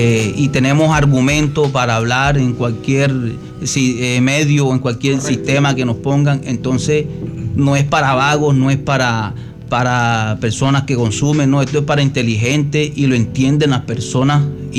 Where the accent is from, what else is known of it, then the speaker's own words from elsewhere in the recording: Córdoba, Colombia; now in Montería, Colombia; Manito, aquí nosotros somos, nacimos y crecimos aquí en el departamento de Córdoba. Nos hemos centralizado aquí en Montería como tal.